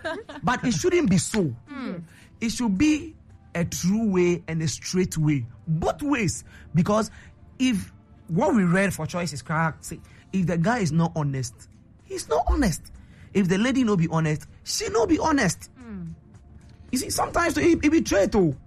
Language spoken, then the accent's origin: English; Cape Coast, Central Region, Ghana; Me, I come from Cape Coast.